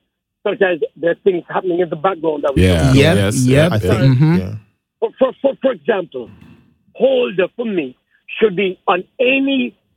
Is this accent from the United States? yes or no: no; Montserrat; Because we're from Montreal.